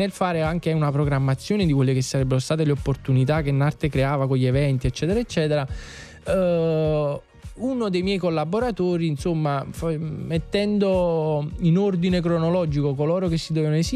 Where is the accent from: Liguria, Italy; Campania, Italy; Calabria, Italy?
Campania, Italy; Naples; da Napoli non vado via